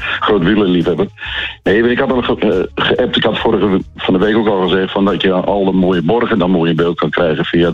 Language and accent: Dutch; Groningen, Netherlands; born there; now in Friesland, Netherlands; Ik ben een geboren Groninger, hè?